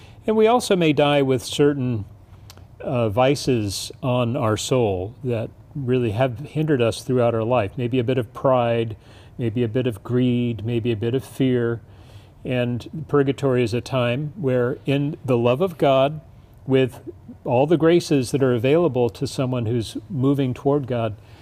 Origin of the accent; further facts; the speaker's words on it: Washington, District of Columbia, United States; I was born in Washington, D.C., spent many years living in Washington, D.C., so I'm a D.C. native.